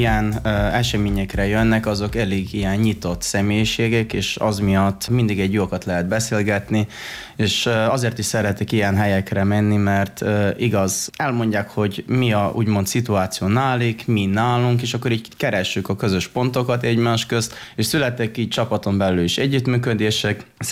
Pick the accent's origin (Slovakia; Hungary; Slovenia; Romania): Slovenia; Prekmurje; Voltunk mi, mint muravidékiek, magyarok